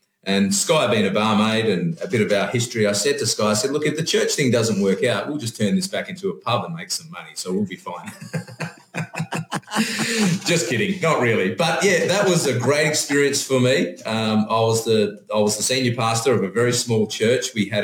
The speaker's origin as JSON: {"language": "English", "town": "Muckinbudin", "region": "Western Australia", "country": "Australia", "tie": "born or raised there", "said": "It was I just loved my hometown. If you cut my arm open, I would bleed green and gold for the Muckinbuddin Rams Footy Club. Love my hometown."}